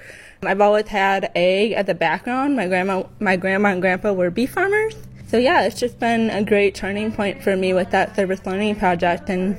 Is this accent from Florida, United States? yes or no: no; Marshall, Wisconsin, United States; I was born and raised in Marshall, Wisconsin, city girl all the way.